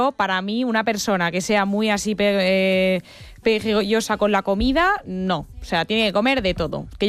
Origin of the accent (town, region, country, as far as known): Spain